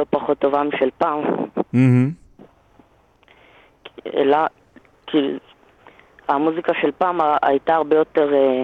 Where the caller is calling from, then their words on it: Northern Israel, Israel